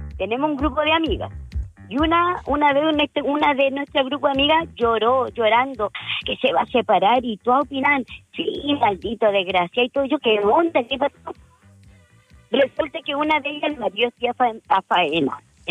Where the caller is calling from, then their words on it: Arica, Arica y Parinacota, Chile; una vez estábamos acá en Arica, y yo soy de Arica